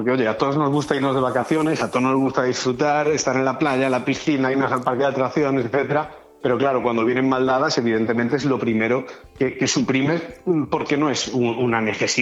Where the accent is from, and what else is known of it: Galicia, Spain; now in Benidorm, Spain